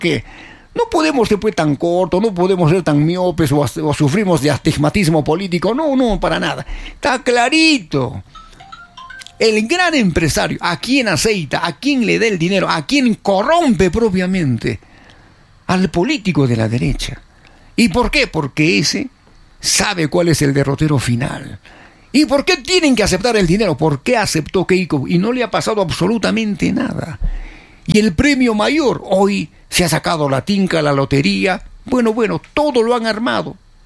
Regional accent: Peru; Esos somos los peruanos. Por eso somos un país de tercer mundo.

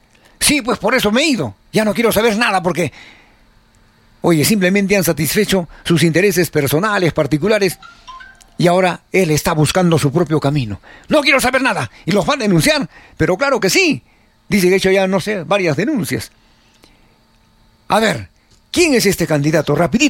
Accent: Arequipa, Peru

